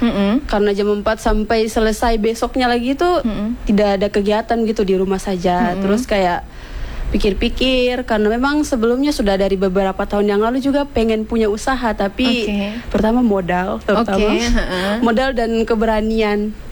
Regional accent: Fakfak, West Papua, Indonesia; Lahirnya di Fak-Fak.

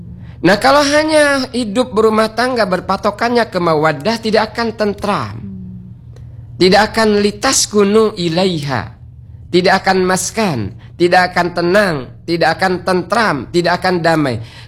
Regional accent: Bangka Belitung Islands, Indonesia; Tak retak kata kita orang Bangka.

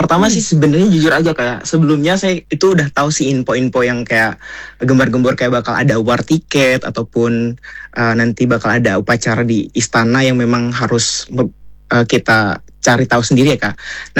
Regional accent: Cianjur, West Java, Indonesia; now in Jakarta, Indonesia; Ini sebenarnya pakaian yang tradisional dari daerah saya sih kak. Pastinya yaitu adalah saya pakai pakaian adat Sunda sih kak. Itu adalah pangsi yang saya bawa sendiri dari Cianjur, Jawa Barat. Kebetulan saya memang stay di Jakarta ya kak.

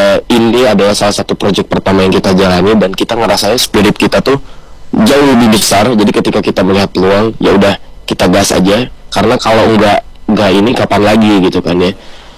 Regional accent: Indonesia; kita berasal dari Indonesia.

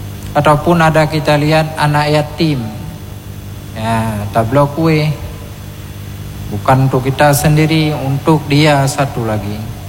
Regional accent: Aceh, Indonesia

